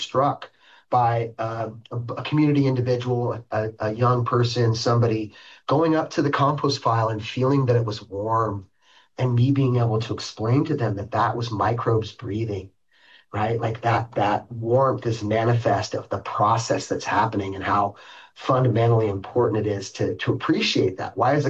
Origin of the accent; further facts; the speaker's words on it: Chico, California, United States; growing up in Chico and growing up around kids whose parents were professors